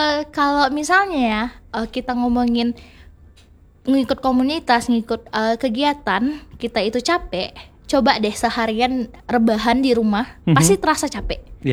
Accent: West Kalimantan, Indonesia; born or raised there

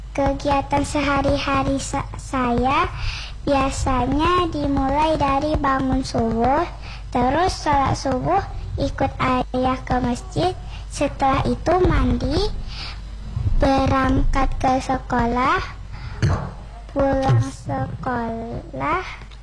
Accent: Kalimantan, Indonesia; Saya tinggalnya di Limpo, tapi aslinya saya dari Kalimantan.

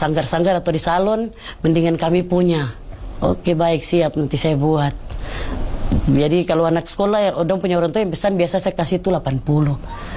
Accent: Papua, Indonesia; tolong jaga ini hasil budaya kami orang Papua.

